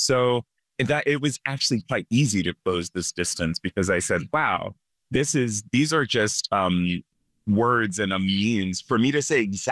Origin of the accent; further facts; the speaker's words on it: Orlean, Virginia, United States; I've only performed once in my hometown in a tiny village, Orlean, Virginia.